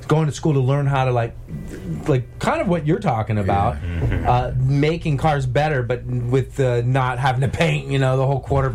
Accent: South Carolina, United States; I grew up over in Chichester community over there near Low Bottom and Bluffton and that area in South Carolina.

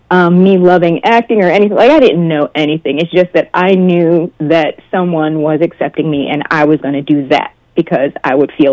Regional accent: New Jersey, United States; born there; I was born here in New Jersey

